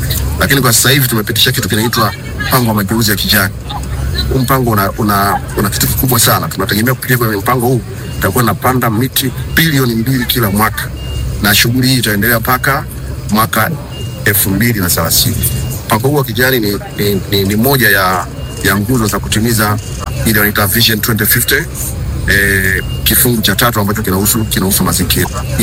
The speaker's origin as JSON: {"language": "Swahili", "country": "Tanzania", "said": "Mimi ni Mtanzania."}